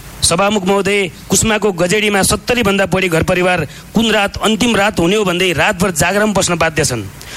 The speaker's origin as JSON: {"language": "Nepali", "area": "Parbat District", "region": "Gandaki Province", "country": "Nepal", "tie": "born or raised there", "said": "हरेक वर्षासँगै आउने विपत्तिको त्रास आज मेरो गृह जिल्ला पर्वतको नियति बनेको छ।"}